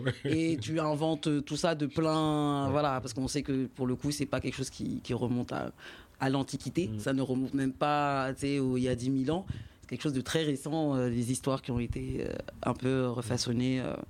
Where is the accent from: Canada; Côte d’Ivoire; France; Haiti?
Haiti; je suis haïtienne